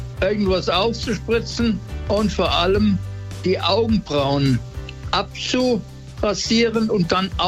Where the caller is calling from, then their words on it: Hesse, Germany; Aus Niederespach.